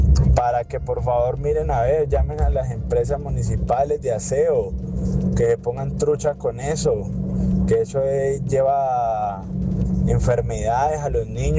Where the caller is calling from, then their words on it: Cali, Valle del Cauca, Colombia; como caleño que soy.